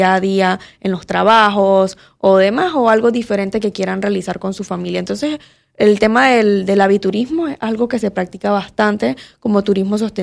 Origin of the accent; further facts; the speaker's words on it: Chiriquí, Panama; also born or lived in Colón; yo nací en Colón, pero crecí en Chiriquí.